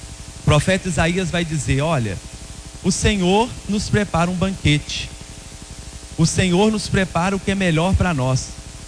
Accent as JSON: {"language": "Portuguese", "country": "Brazil"}